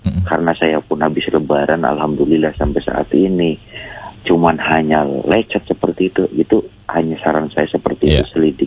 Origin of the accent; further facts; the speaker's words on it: West Java, Indonesia; Kalau saya orang Sunda ya.